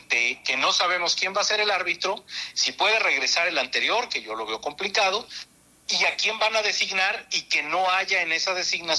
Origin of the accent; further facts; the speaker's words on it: Mexico; al igual que todos los mexicanos estoy muy ilusionado